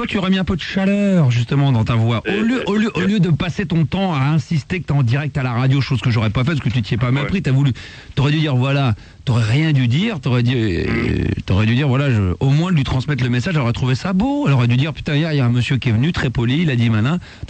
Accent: Hauts-de-France, France; Pour te prouver que je suis bien du Nord, je vais te chanter la chanson

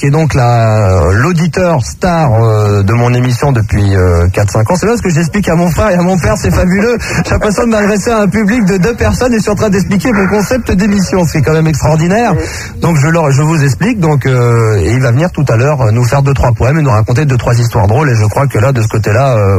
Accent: Versailles, Île-de-France, France; born there

